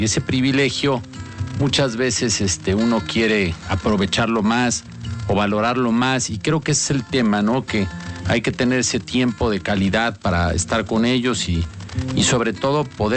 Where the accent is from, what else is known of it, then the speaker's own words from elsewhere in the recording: Puebla, Mexico; creciendo como poblanos mexicanos